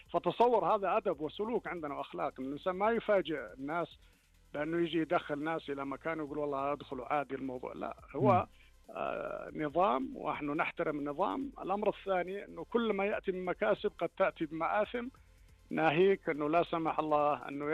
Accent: Saudi Arabia; يعني بلادنا بهذه الكفاءة وبهذه الجدارة لإدارة هذه الحشود

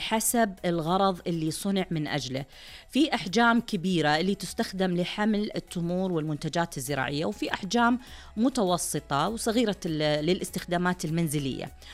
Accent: Saudi Arabia

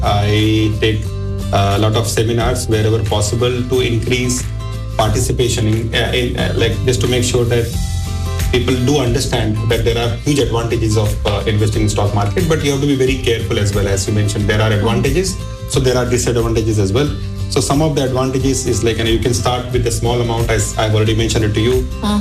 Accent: Mumbai, Maharashtra, India; I'm from Mumbai in India.

